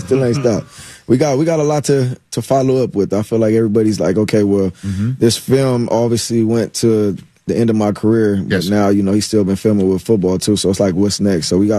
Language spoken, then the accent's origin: English; Los Angeles, California, United States; Growing up in Los Angeles, California, drug abuse, violence, I mean, it's just a lot.